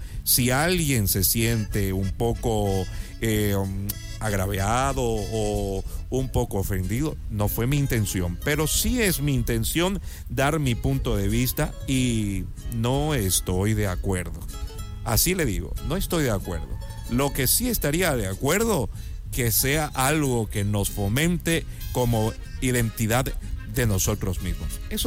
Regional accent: Ecuador

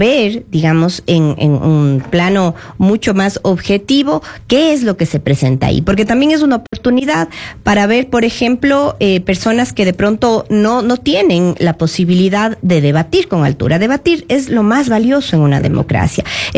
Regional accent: Ecuador; nosotros como ecuatorianos estábamos ávidos porque vuelvan a ser obligatorios los debates

